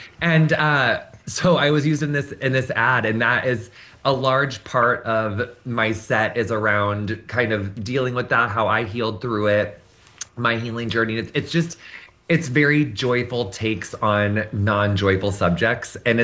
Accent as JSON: {"language": "English", "region": "Illinois", "country": "United States", "tie": "born or raised there", "said": "I am from Illinois, but I'm from a really rural, small town in Illinois, like very far away from Chicago. So I'm quite comfortable in rural spaces. I was raised in rural spaces and around people that inhabit rural spaces."}